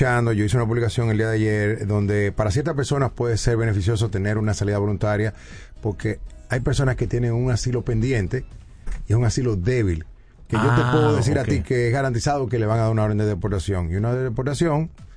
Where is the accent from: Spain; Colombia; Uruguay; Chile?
Colombia; yo soy colombiano, pero también soy argentino.